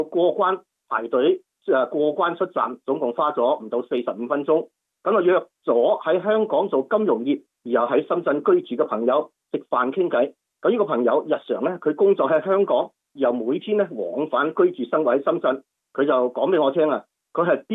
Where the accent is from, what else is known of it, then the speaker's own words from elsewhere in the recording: Guangzhou, Guangdong, China; 我是广州人的，